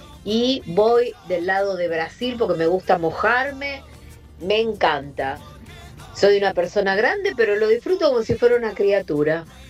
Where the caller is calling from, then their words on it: Avellaneda, Buenos Aires Province, Argentina; de Avellaneda.